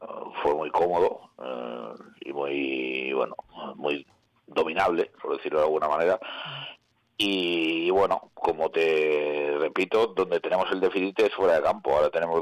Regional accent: Balearic Islands, Spain; es un orgullo ser mallorquín

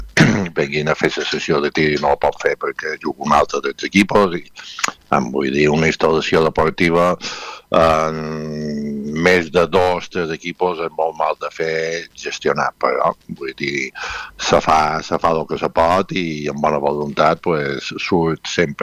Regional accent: Balearic Islands, Spain; Vull dir, jo som mallorquí, el meu sponsor és mallorquí, bueno, l'empresa mallorquina.

